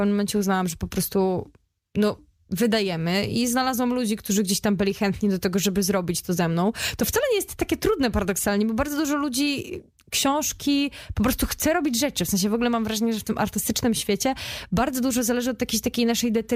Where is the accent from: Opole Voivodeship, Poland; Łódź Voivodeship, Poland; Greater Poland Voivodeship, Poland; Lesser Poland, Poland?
Opole Voivodeship, Poland; Opole; bo ja jestem Opolanką